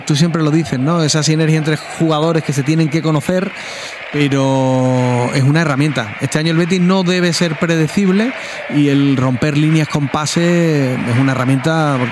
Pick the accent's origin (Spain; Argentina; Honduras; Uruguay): Spain; Seville, Andalusia; born there; yo nací en Triana.